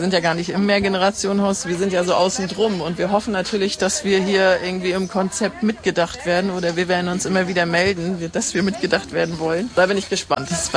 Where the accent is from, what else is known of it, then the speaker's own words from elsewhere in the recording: Northern Germany, Germany; Ich komme aus dem Norden, also die ist komplex.